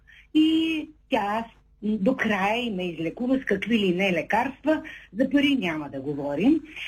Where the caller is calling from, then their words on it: Shumen, Shumen Province, Bulgaria; съм от Шумен.